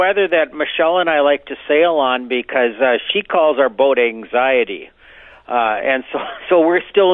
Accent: Esko, Minnesota, United States; a buddy of mine that I grew up with in Esco

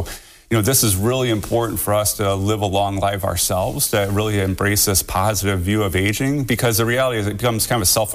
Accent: Haskins, Ohio, United States; Yeah. So when I grew up in a little town in Wood County called Haskins, and you know, my parents were obviously a big factor and role models

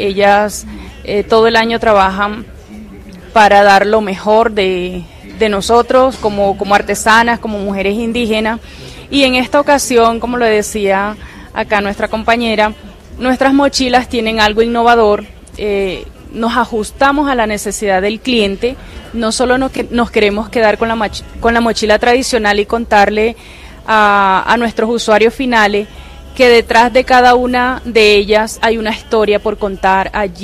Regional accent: Colombia; first language Arhuaco; Spanish is a second language; Los estoy saludando en mi lengua nativa y les estoy diciendo

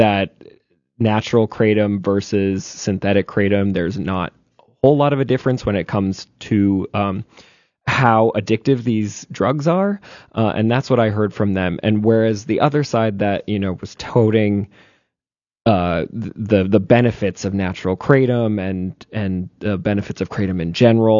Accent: Hatton, United States; I'm from Hatton, right? I'm from a small town, right?

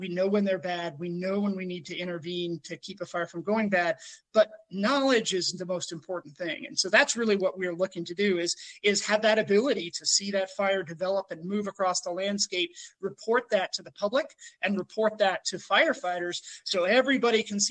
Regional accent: Gulf Coast, United States; I grew up in the Gulf Coast, so I grew up with hurricanes.

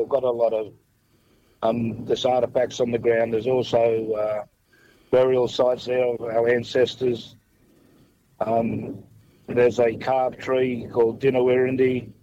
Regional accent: Gunnedah, New South Wales, Australia; I'm from Gunnedah. … I'm on the Giyinbarai clan of the Gomeroi Nation.

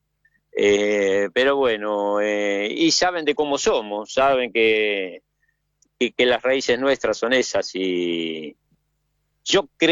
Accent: Argentina; moved away; Yo acá y tenemos un grupito de argentinos de los viejos, de los años que vine yo. Yo vine en el 85, sí.

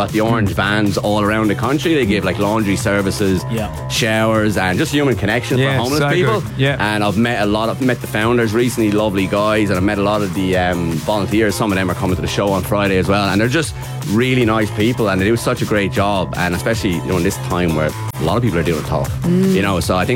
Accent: Ireland; Well, they give you about 30 seconds for being Irish.

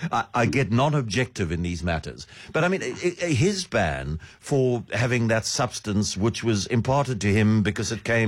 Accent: South Africa; I'm a South African

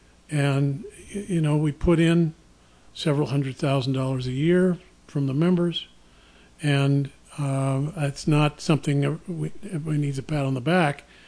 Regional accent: California, United States; I'm a native Californian. I grew up in California.

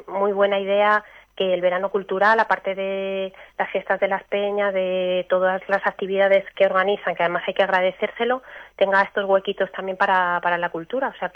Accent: Madrid, Community of Madrid, Spain; moved away; yo me he criado en Madrid

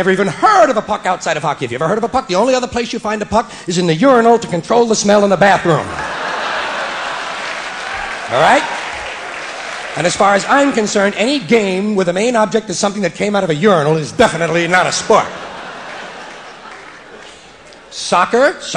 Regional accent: United States; I'm an American.

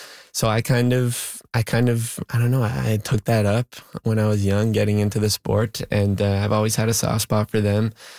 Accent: Canada; Obviously, you know, I'm Canadian. I grew up in Canada.

